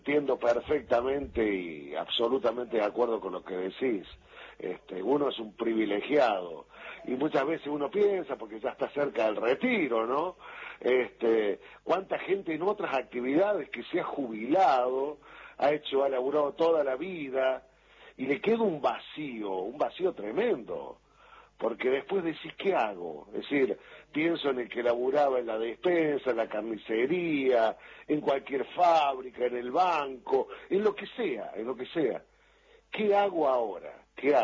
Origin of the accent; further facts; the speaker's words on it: Santa Eufemia, Córdoba, Argentina; born there; moved away; estoy en mi pueblo, en Santa Eufemia, siempre de temporada.